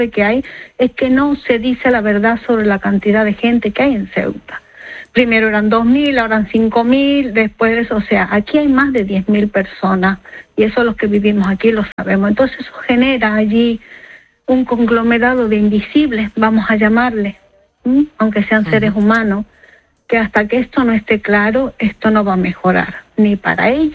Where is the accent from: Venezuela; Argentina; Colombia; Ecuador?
Argentina; now in Spain; Y una cosa importante, yo soy migrante, ¿vale? Yo soy argentina, llevo 20 años en España.